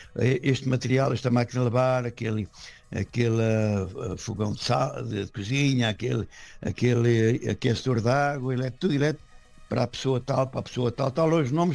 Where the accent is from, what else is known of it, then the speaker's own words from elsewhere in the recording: Portugal; sou português